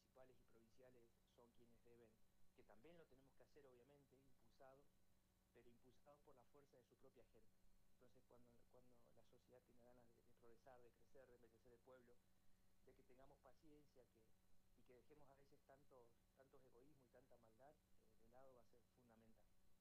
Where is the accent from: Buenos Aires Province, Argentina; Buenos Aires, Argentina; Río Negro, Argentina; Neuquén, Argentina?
Neuquén, Argentina; Loncopué; sueño con ver a mi pueblo progresar, desarrollarse, generar alternativas que resuelvan el problema grave de empleabilidad